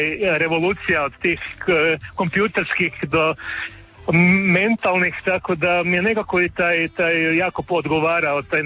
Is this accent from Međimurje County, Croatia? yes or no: no; Zagreb, City of Zagreb, Croatia; Ja sam iz Zagreba